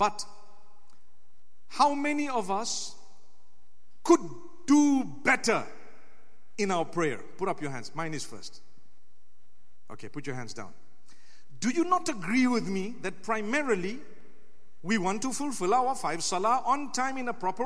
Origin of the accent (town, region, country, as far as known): Zimbabwe; now in Cardiff, United Kingdom